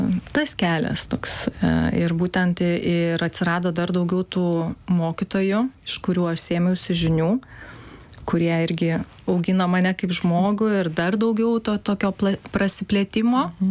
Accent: Panevėžys, Panevėžys County, Lithuania; Taip, aš iš Panevėžio.

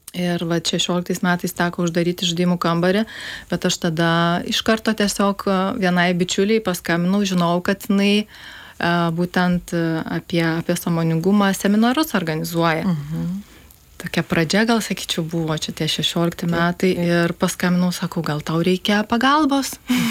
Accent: Panevėžys, Panevėžys County, Lithuania; Taip, aš iš Panevėžio.

